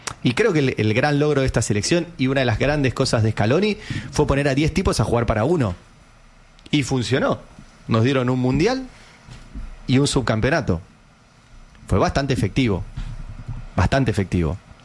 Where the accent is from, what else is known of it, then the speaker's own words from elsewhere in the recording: Argentina; Por ende, los que estamos en contra de Milei somos argentinos de mal.